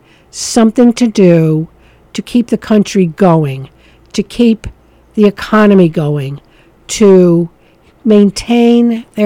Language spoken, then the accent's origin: English; Syracuse, New York, United States; moved away as an adult; I come from Syracuse, New York.